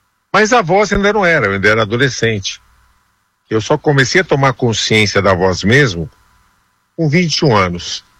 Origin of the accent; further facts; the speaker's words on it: Santos, São Paulo, Brazil; now in São Paulo, Brazil; eu nasci em Santos, que para quem não é aqui do estado, Santos é uma cidade que fica a 70 quilômetros de São Paulo. E eu fui nascido e criado lá